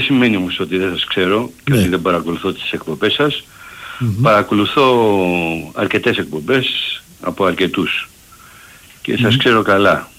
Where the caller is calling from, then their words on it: Attica, Greece; από Αττικόν Άλσος.